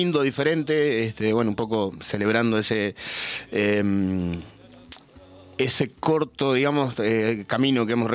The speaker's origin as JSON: {"language": "Spanish", "region": "Treinta y Tres", "country": "Uruguay", "tie": "born or raised there", "also_born_or_lived": "Melo, Cerro Largo", "said": "Yo soy prestado ya, porque si bien nací en Melo, la realidad es que me crié muy, muy cerca. O sea, lo más cerca que tenía era Santa Clara. Entonces, desde chiquito, bueno, siempre los vínculos, la familia, los amigos, el liceo, todo, ¿viste? Entonces, de alguna manera soy medio adoptivo ya."}